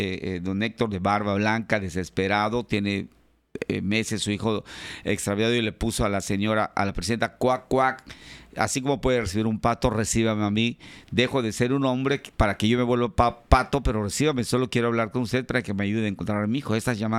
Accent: Mexico; así somos los mexicanos.

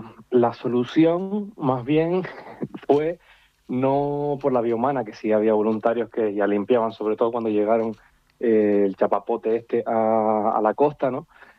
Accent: San Andrés, Canary Islands, Spain; siempre en mi pueblo, en San Andrés

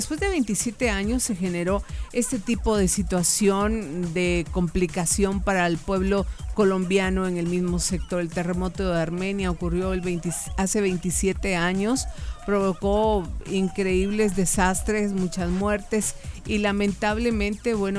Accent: Guatemala; Como guatemaltecos, con empatía, sentimos dolor

